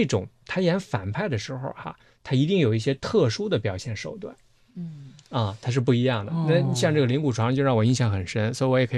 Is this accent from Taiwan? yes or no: no; Shandong, China; 我山东人嘛，刚说 了